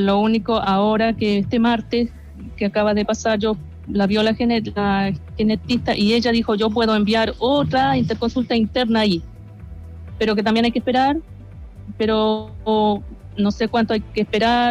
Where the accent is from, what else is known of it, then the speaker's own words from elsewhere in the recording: Melipilla, Santiago Metropolitan Region, Chile; porque nosotros somos de Melipilla y nos correspondía en el San Juan de Dios